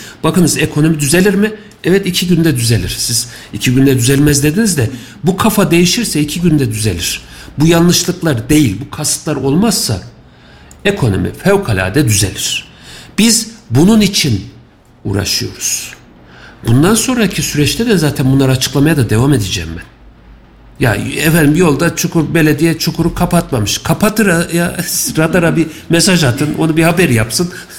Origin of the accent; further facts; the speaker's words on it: Kayseri, Turkey; Bir Kayserili olarak üzüldük.